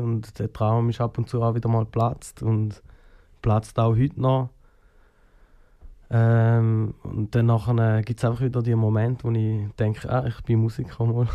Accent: Schaffhausen, Switzerland; Wir sind in Herblingen aufgewachsen, das ist so ein bisschen Aglo von Schaffhausen, viel Natur.

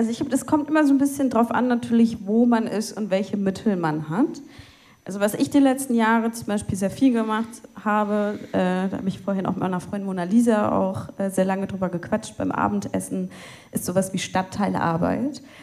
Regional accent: Cologne, North Rhine-Westphalia, Germany; ich will irgendwie dem Ort, wo ich aufgewachsen bin, also konkret dem Viertel Köln-Kalk, was zurückgeben.

